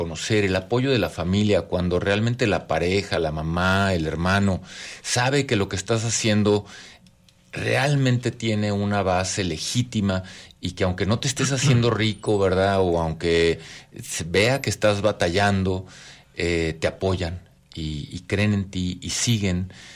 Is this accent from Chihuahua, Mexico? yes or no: no; Guadalajara, Jalisco, Mexico; born there; also born or lived in Puerto Vallarta; Mira, nosotros nacimos aquí en Guadalajara, nos conocimos en el 92, nos casamos en el 95. En el 96 nos fuimos a Puerto Vallarta